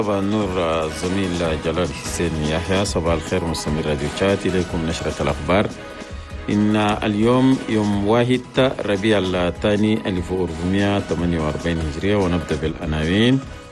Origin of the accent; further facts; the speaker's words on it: Chad; بلدنا تشاد